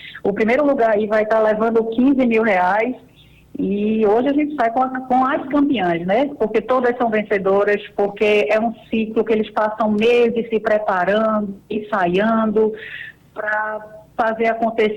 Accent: Northeast Region, Brazil; Com certeza é a nossa tradição, a nossa raiz, né? Somos nordestinos, amamos a nossa cultura

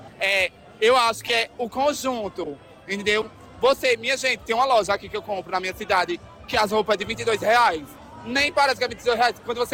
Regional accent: Caruaru, Pernambuco, Brazil; Nascida e criada aqui em Caruaru, não deixo de prestigiar, né?

